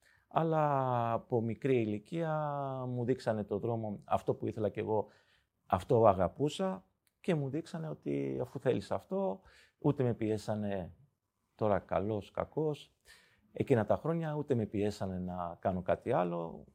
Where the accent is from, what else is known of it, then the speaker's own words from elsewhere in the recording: Elefsina, Attica, Greece; moved away as an adult; now in Crete, Greece; Γέννημα θέμα της Ελευσίνας. Εκεί μεγάλωσα, στις Ακαδημίες της Ελευσίνας